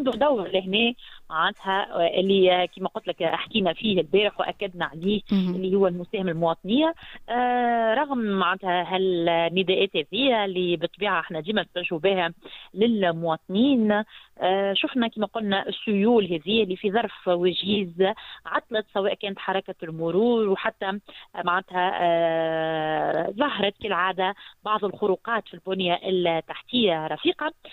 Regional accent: Tunisia

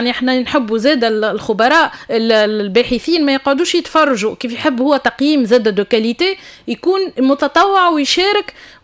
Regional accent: Tunisia; ما كانش عندنا في تونس

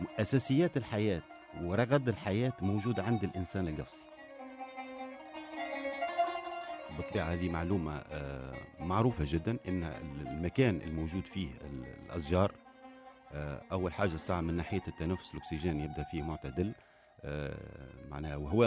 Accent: Gafsa, Gafsa Governorate, Tunisia; عندنا في قفصة

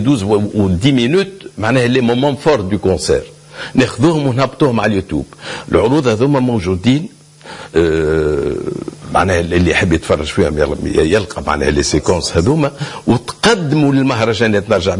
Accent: Tunisia; وأنا كتونسي بطبيعة

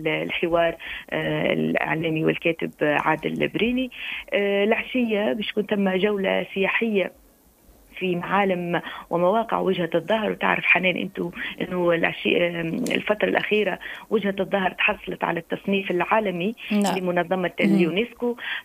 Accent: Tunisia; عندنا في تونس

